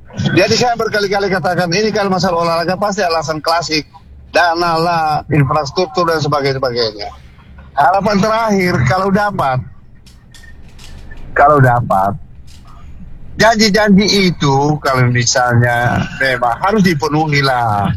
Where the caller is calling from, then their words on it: Central Sulawesi, Indonesia; saya ini adalah orang Talise.